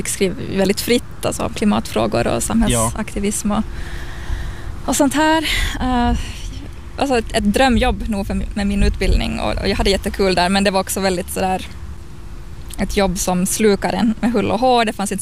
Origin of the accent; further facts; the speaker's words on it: Maxmo, Ostrobothnia, Finland; moved away as an adult; also born or lived in Turku; Ja, jag kommer från Maxmo-kärren. Men det är nog jättelänge sedan jag har bott där. Jag flyttade hemifrån som 18-åring till Åbo